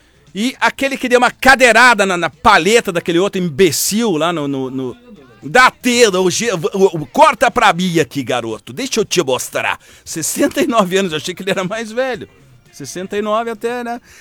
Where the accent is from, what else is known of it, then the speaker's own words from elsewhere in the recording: Brazil; somos só nós brasileiros